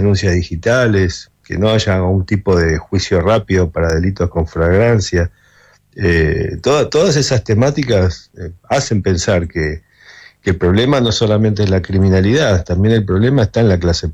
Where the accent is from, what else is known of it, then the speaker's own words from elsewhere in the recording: Argentina; indistintamente de la ideología que tengamos, cada uno de nosotros, somos argentinos